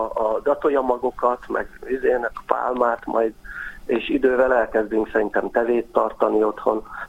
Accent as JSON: {"language": "Hungarian", "region": "Bács-Kiskun", "country": "Hungary", "tie": "born or raised there", "said": "Persze, hát én a homokhátságon nőttem föl, csak akkor még kevesebb volt."}